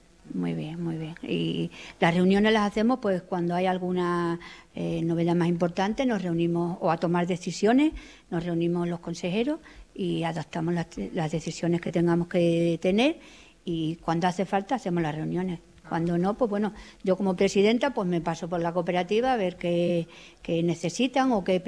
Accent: Casas del Castañar, Extremadura, Spain; Soy agricultora, cerecera, autónoma. Soy agricultora a título principal. Mi vida se ha desarrollado siempre aquí en mi pueblo, en Casa del Castañar, en el Valle del Jerte.

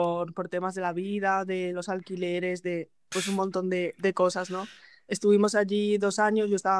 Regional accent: Galicia, Spain; yo soy gallega

